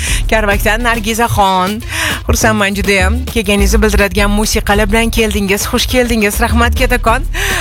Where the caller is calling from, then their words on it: Kokand, Fergana Region, Uzbekistan; Qo'qondanman. Qo'qonga ham alangalik salomlar bo'lsin.